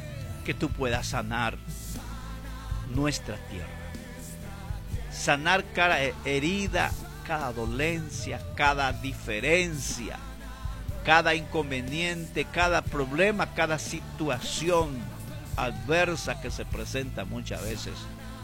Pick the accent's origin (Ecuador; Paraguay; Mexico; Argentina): Paraguay